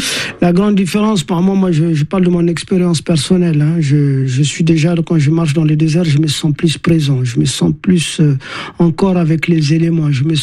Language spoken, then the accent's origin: French; Mali; moved away; also born or lived in Nouakchott, Mauritania; Moi, je suis originaire du nord du Mali